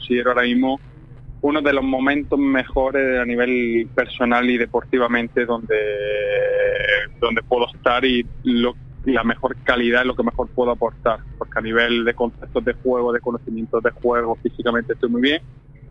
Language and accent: Spanish; Almería, Andalusia, Spain; moved away; intentar al baloncesto de mi tierra y poner a Almería en el mapa nacional del baloncesto